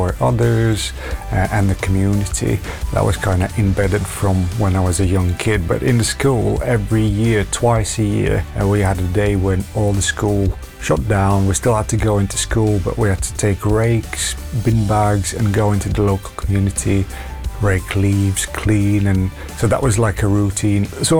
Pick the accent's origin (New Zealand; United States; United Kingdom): United Kingdom; England; also born or lived in Latvia; and I'm actually from Latvia. I was born in Latvia, but most of my life I've lived in England.